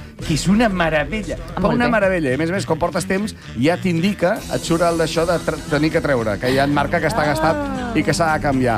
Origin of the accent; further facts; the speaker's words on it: Caldes d'Estrac, Catalonia, Spain; un tio molt ben parit que viu a Caldeta, està en el meu poble, que és el Fernando